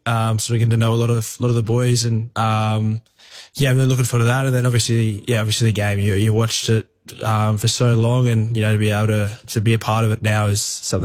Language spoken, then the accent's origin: English; Queensland, Australia; being a Queenslander, watching him over the number of years is someone that you've always sort of looked up to.